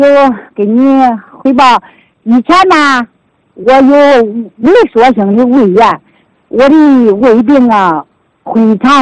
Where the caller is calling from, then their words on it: Xinjiang, China; 我是来自新疆的。